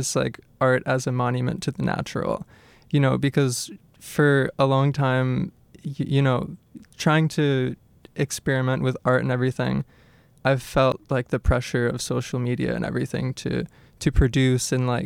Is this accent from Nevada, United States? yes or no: no; Florida, United States; now in Hazel Park, Michigan, United States; Oh, I live in Hazel Park. I'm originally from Florida